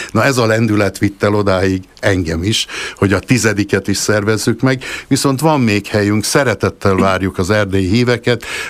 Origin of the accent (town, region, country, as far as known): Erdőkürt, Nógrád, Hungary; born or raised there